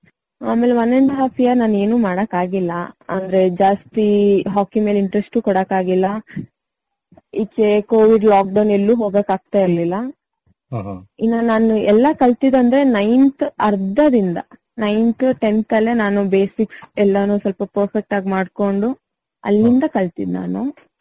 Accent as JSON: {"language": "Kannada", "town": "Bhagamandala", "region": "Karnataka", "country": "India", "tie": "born there", "moved": "yes", "lives_now": "Koppa Maradiyur, India", "said": "ನಂದು by birth ಬಂದು ಭಾಗಮಂಡ್ಲ. ನಾನು ಇವಾಗ ಇರೋದು ಕೊಪ್ಪ ಮರಡಿಯೂರು ಅನ್ನೋ ಚಿಕ್ಕ ಒಂದು ಹಳ್ಳಿಯಲ್ಲಿ."}